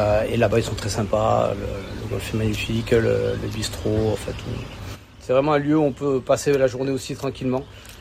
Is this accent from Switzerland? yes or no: no; Perpignan, Occitanie, France; now in Bram, France; moi, je suis catalan, hein, je suis de Perpignan.